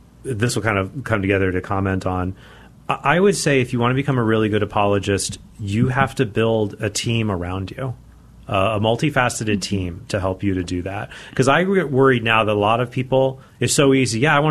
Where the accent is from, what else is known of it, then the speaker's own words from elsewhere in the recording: Arizona, United States; But it's not just that. I also think that for me, growing up in Arizona, because I, you know, as a convert